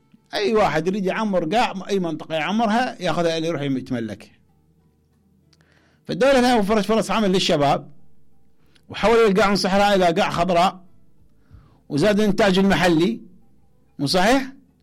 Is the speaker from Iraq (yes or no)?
yes; Iraq; كانت مكابس التمور عندنا بالعراق